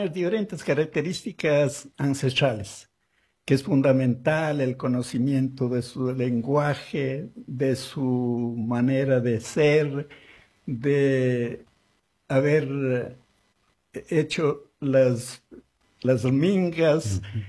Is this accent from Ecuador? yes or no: yes; Ecuador; así como también cuando somos ecuatorianos y estamos nosotros, por ejemplo, hablando de fútbol ahora, que nos da a nosotros qué orgullo ser ecuatorianos.